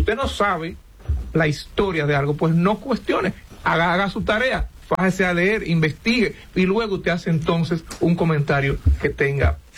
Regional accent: Dominican Republic; nosotros como dominicanos no podemos denigrar quien nos ha dado seguridad durante 90 años.

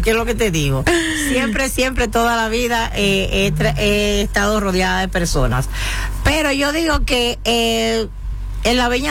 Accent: Santo Domingo, Dominican Republic; moved away as an adult; now in Madrid, Spain; empecé a dedicarme a lo que me dedicaba en Santo Domingo

